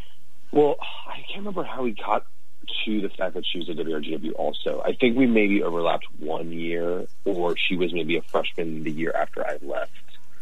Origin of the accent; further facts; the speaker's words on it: Arlington, Virginia, United States; and I'm from Arlington, Virginia.